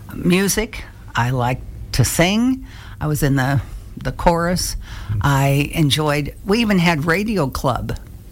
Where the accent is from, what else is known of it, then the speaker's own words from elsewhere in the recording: Aberdeen, South Dakota, United States; also born or lived in Brookings; And then we moved to Aberdeen, South Dakota, and that's where I grew up. I graduated from high school there